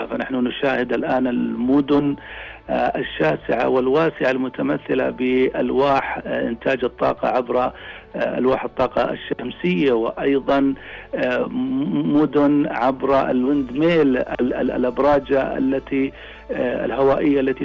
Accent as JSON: {"language": "Arabic", "country": "Saudi Arabia", "said": "عندنا في المملكة العربية السعودية"}